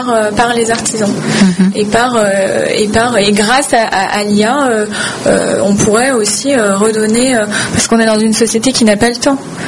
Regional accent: Brittany, France; J'ai grandi en Bretagne

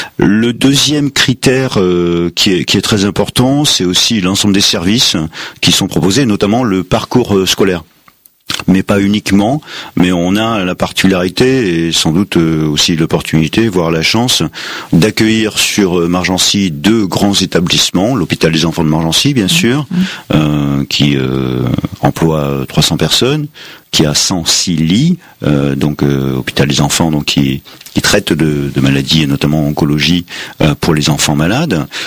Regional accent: Auvergne-Rhône-Alpes, France; moved away; moi, je suis originaire de la Drôme provençale, et donc quand j'étais en sixième, je prenais le bus à 7h15 pour aller au collège

